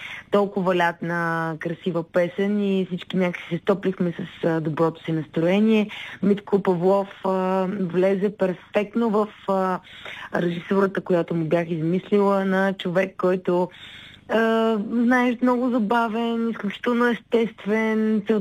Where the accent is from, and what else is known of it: Plovdiv, Plovdiv Province, Bulgaria; born or raised there